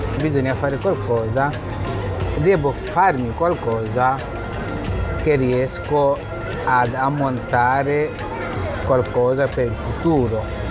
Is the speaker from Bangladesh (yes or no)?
yes; Bangladesh; Italian is a second language; moved away as an adult; now in Genoa, Italy; Io vengo dal Bangladesh.